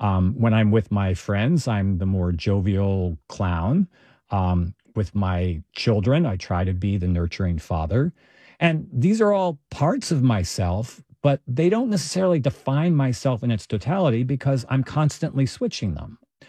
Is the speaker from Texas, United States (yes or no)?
yes; Texas, United States; the one thing that people found most interesting about me was that I was from Texas.